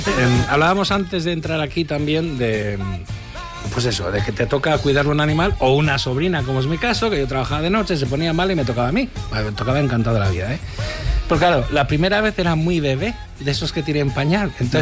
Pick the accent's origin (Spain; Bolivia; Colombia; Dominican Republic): Spain; Bilbao, Basque Country; moved away as an adult; now in Madrid, Spain; me vine a Madrid de Bilbao, que es una ciudad, o sea, de un pueblo de hecho pequeñito